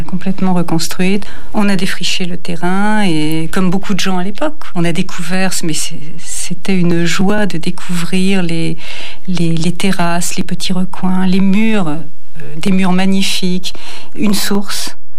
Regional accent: Paris, Île-de-France, France; moved away as an adult; now in Saint-Jean-du-Gard, France; je suis originaire de Paris. Je me suis installée, comme beaucoup de gens, dans les années 70 en Cévennes, dans la vallée Borgne. Et je suis restée une quinzaine d'années dans la vallée Borgne.

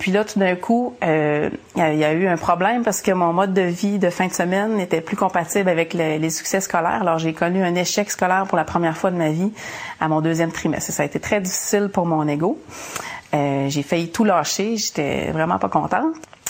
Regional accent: Saint-Félicien, Quebec, Canada; Moi, j'ai grandi au Lac-Saint-Jean, à Saint-Félicien. Je suis la plus jeune d'une famille de 5 enfants. Et puis, c'est une famille typiquement québécoise, normale, avec des bons parents.

